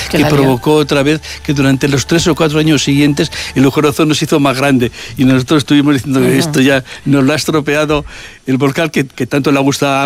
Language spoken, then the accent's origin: Spanish; Madrid, Community of Madrid, Spain; Y yo dije, yo como soy de Madrid, pues dije, pues normal.